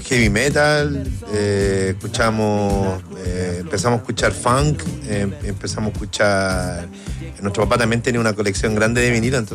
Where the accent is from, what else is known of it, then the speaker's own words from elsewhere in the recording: Santiago, Santiago Metropolitan Region, Chile; nosotros somos de Gran Avenida